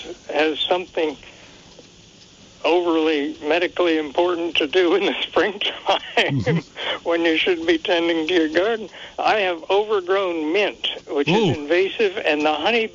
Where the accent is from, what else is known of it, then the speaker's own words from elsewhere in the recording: Enosburg Falls, Vermont, United States; I'm from Enosburg Falls